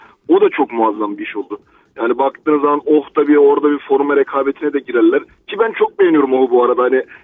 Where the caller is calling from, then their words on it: Ankara, Turkey; Ankara'dan.